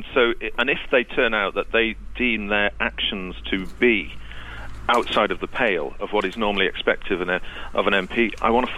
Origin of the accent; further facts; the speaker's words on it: Manchester, North West England, United Kingdom; I'm a Mancunian.